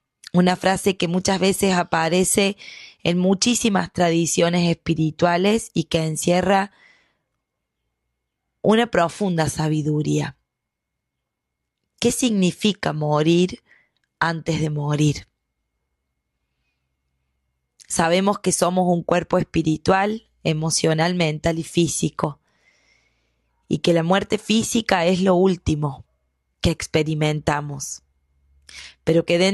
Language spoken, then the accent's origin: Spanish; Córdoba, Argentina; Soy de Córdoba, Argentina.